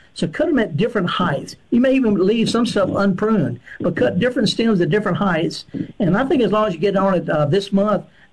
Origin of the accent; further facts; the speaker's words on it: Woodville, Mississippi, United States; Oh, yeah. I'm from the Delta, Woodville. Woodville, that's right.